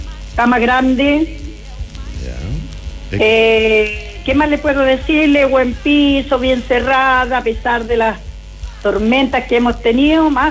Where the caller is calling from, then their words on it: Chile; Yo soy de aquí de la Cuesta y arriendo una casa.